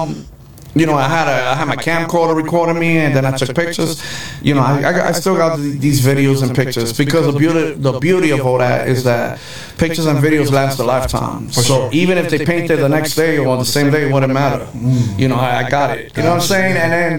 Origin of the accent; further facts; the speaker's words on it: New York, United States; You know, born and raised in New York, bro.